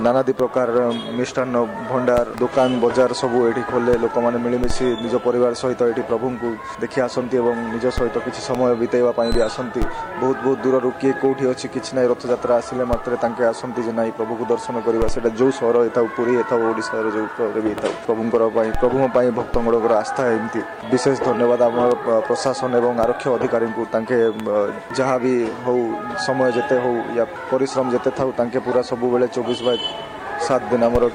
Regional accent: Bhawanipatna, Odisha, India; ମୋର ଘର ଭବାନୀପାଟଣା।

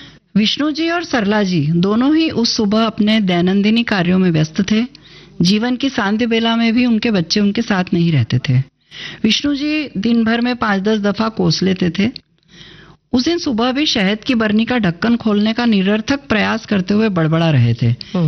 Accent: Madhya Pradesh, India; तो चूंकि मैं मालवा से हूँ तो मैंने एक पुस्तक मेरी मालवी बोली में

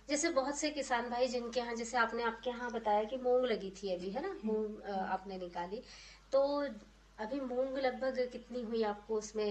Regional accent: Betul district, Madhya Pradesh, India; हमारे बैतूल जिले में

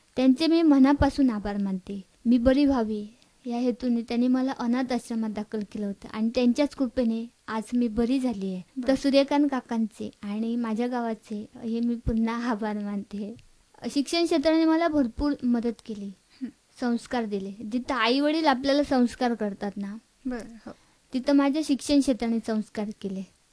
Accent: Madkhol, Maharashtra, India; माझं गाव माडखोल दडाखोऱ्याच्या कुशीत वसलेलं.

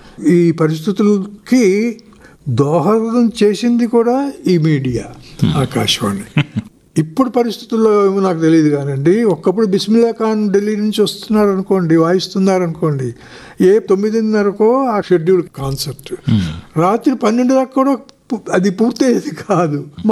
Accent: Vizianagaram, Andhra Pradesh, India; born there

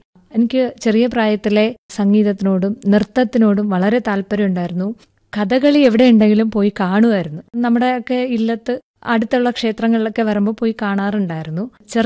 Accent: Kerala, India; അപ്പം ഞാൻ മാത്രമേ മലയാളിയുള്ളൂ.

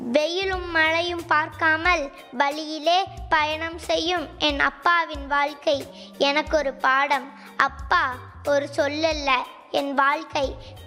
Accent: Sankagiri, Tamil Nadu, India; சங்ககிரியில இருந்து வரேன் சார்.

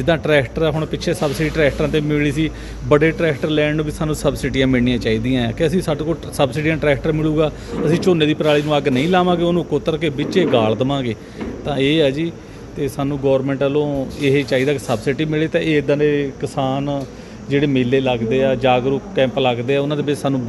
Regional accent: Lutera Kalan, Punjab, India; ਮੇਰਾ ਪਿੰਡ ਲੁਟੇਰਾ ਕਲਾਂ।

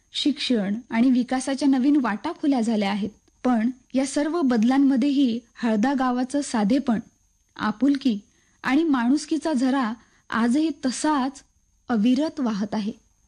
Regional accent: Halda, Maharashtra, India; moved away; अजिंठा लेणीच्या कुशीत विसावलेलं अर्धवट राहिलेल्या हेमाडपंथी मंदिराच्या गूढतेने भरलेलं आणि वेताळवाडीच्या किल्ल्याच्या वैभवाने समृद्ध असलेलं कायमचं घर करून बसलं आहे हे माझ्या मनातलं माझं लाडकं गाव. आज काळ बदलत आहे. गावात पक्के रस्ते आले आहेत. आधुनिक तंत्रज्ञान पोचलं आहे. शिक्षण आणि विकासाच्या नवीन वाटा खुल्या झाल्या आहेत.

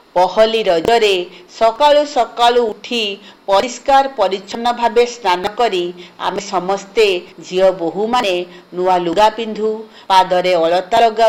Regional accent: Berhampur, Odisha, India; ମୋତେ ଆଜି ଆମ ଓଡ଼ିଶାର ନିଆରା ପାରମ୍ପରିକ ପର୍ବ ରଜ

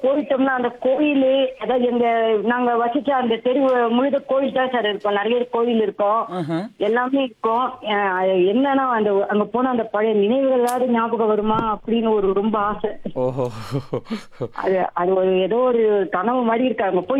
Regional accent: Chennai, Tamil Nadu, India; moved away as an adult; now in Maraimalai Nagar, India; அங்க நான் எங்க சொந்த வீடு விட்டுட்டு இப்படி இங்க வந்துட்டு மறைமலை நகர் வந்துட்டோம். அங்க வந்து ஒரு 45 வருஷம் ஆகுது

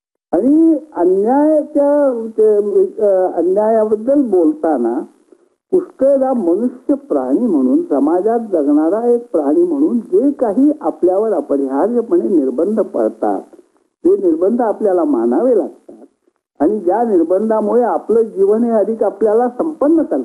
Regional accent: Mumbai, Maharashtra, India; मी मुंबईकर आहे, मुंबईकर म्हणजे मुंबईतच माझा जन्म झाला, मुंबईतच मी वाढलो, मुंबईतल्या गिरगावात माझं लहानपण गेलं, तिथे मी शिकलो, तिथे तिथल्या बहुरंगी समाजात मी जगतो आज.

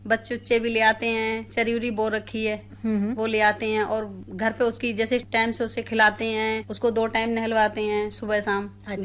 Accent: Uttar Pradesh, India; ग्राम Rampura तहसील Mirganj.

